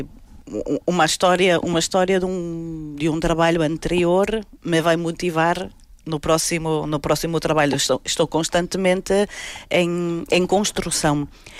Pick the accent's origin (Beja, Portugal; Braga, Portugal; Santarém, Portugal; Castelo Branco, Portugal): Braga, Portugal; Vila Nova de Famalicão; now in Porto, Portugal; Sou de Famalicão, Braga. Vivo em Porto, mas sou do Minho.